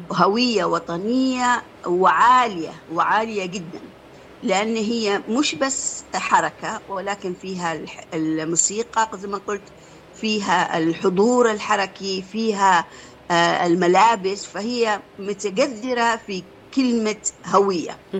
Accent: Yemen

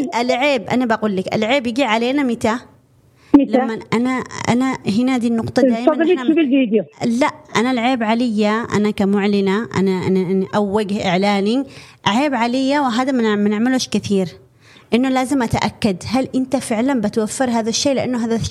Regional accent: Yemen; عندنا في اليمن

